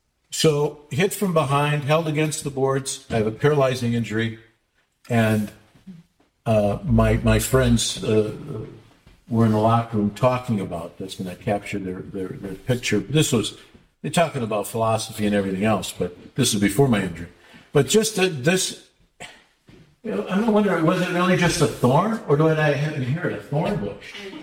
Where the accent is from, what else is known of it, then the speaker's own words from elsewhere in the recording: Detroit, Michigan, United States; I grew up in Detroit.